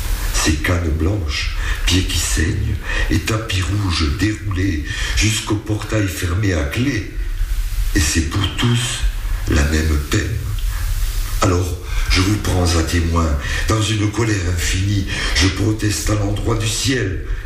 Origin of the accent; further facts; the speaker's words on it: Occitanie, France; Parce que, bon, déjà, je suis occitan à la base. Je crois qu'on est dans le même creuset quelque part, c'est la Méditerranée.